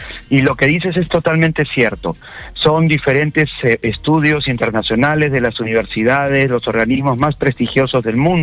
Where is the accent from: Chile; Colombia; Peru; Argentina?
Peru; somos los peruanos los que movemos estas fechas